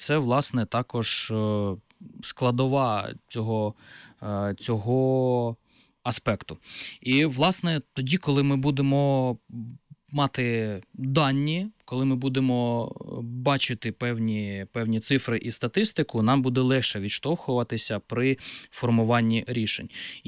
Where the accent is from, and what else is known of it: Kurakhove, Donetsk Oblast, Ukraine; born or raised there; moved away